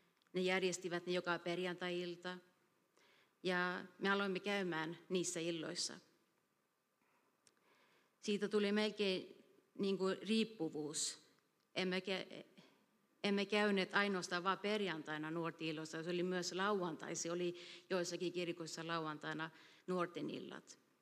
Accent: Borås, Västra Götaland, Sweden; Olen kasvanut Borosissa, ja monet eivät tietää sen, että olen täällä syntynyt.

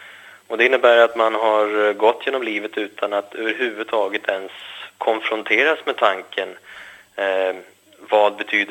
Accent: Gävle, Gävleborg County, Sweden; uppväxten i normala Sverige och Gävle där jag växte upp utan någon koppling till kyrka eller religion i vare sig skola eller det dagliga livet. Jag kommer från en jättefin familj med två härliga föräldrar

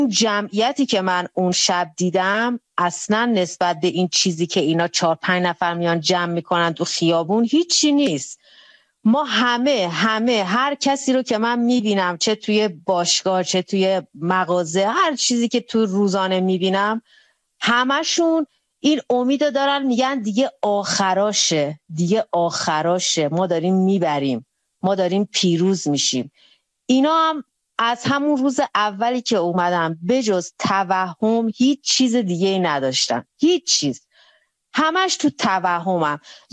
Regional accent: Iran; بنابراین من خودم هم به عنوان یک ایرانی، به عنوان یه آدمی که توی 18-19 ده شاید یکی از بازمانده ها باشم که الان اینجا خدمت شما هستم

